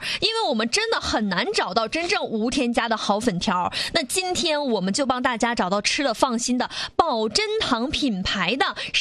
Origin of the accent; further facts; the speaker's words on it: Northeast China, China; 因为我们东北人特别喜欢吃炖菜嘛，